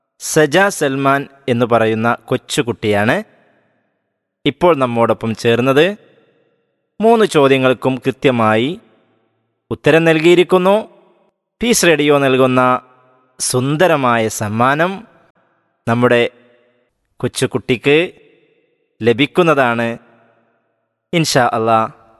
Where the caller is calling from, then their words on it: Tirurangadi, Kerala, India; Tirurangadi.